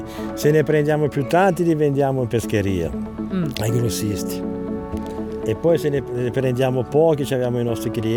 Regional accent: Recco, Liguria, Italy; now in Camogli, Italy; perché io sono di Recco. Però poi sono venuto qua a Camogli e dal 96 sono pescatore.

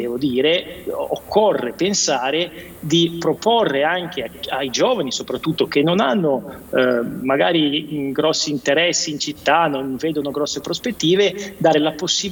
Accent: Genoa, Liguria, Italy; io sono di Genova

